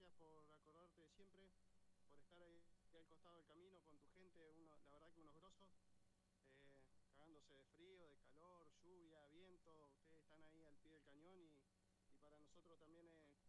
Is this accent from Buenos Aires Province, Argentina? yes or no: no; Cervantes, Río Negro, Argentina; now in Ingeniero Huergo, Argentina; yo en realidad soy de Cervantes, ahora hace como 20 años que vivo en Huergo, pero bueno, tengo mi familia, tengo 1000 amigos en Cervantes.